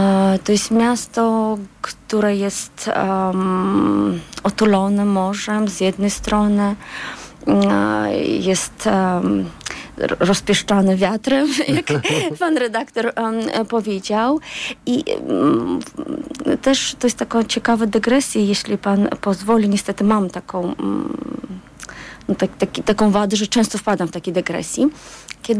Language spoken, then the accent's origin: Polish; Baku, Azerbaijan; Polish is a second language; moved away as an adult; now in Poland; Urodziłam się w Baku, w Azerbejdżanie. Jeszcze radzieckim